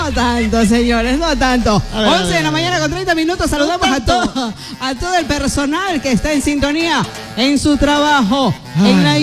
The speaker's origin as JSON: {"language": "Spanish", "country": "Ecuador", "said": "Todos los que somos ecuatorianos"}